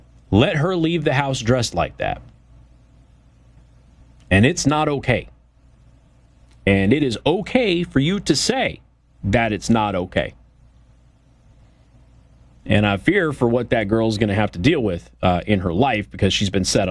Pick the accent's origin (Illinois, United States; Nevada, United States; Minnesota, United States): Nevada, United States; Las Vegas; Now, I come from Las Vegas. I run into this stuff a lot.